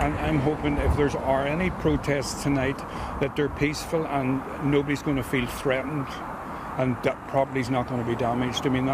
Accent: Belfast, Northern Ireland, United Kingdom; born there; Belfast is a lovely place, you know. And, you know, we get a lot of tourists here

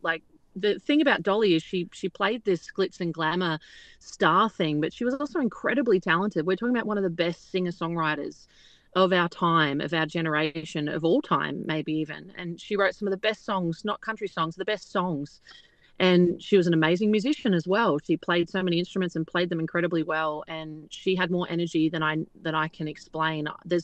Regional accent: Australia; my hometown here in Australia

